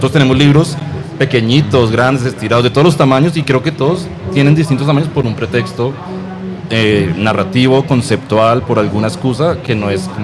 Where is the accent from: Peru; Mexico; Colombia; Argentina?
Colombia